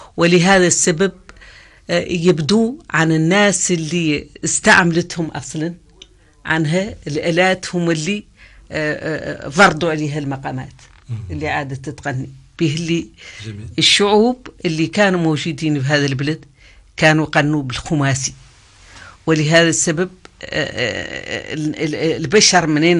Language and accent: Arabic; Mauritania; نحن هون موريتاني